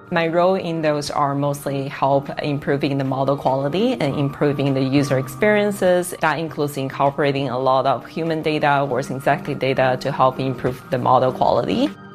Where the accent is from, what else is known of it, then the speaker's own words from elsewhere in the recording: Kaifeng, Henan, China; moved away as an adult; also born or lived in Shanghai; now in United States; I was born and raised in Kaifeng, which is a small city in the middle part of China.